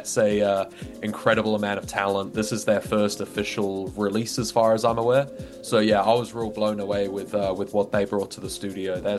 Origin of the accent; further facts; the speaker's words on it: Manawatū-Whanganui, New Zealand; now in Wellington, New Zealand; I grew up in the Manawatu.